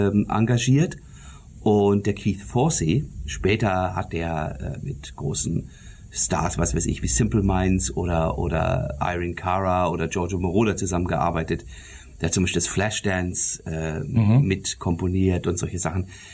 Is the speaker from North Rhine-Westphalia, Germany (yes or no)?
yes; Detmold, North Rhine-Westphalia, Germany; Ich stamme eigentlich aus Nordrhein-Westfalen, aus Lippe-Detmold. Das ist eine Stadt, die ist ungefähr vergleichbar mit Eisenach. Die ist so klein, liegt im Teutoburger Wald